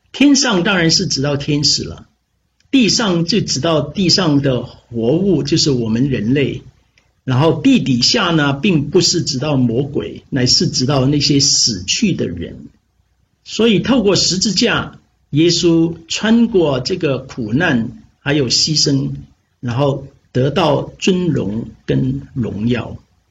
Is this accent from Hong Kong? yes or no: yes; Hong Kong; moved away as an adult; also born or lived in Philippines; 我在香港长大，我一直都没有离开过香港。